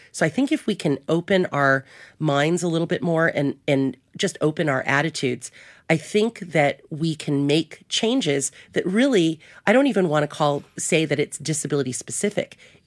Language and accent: English; Philippines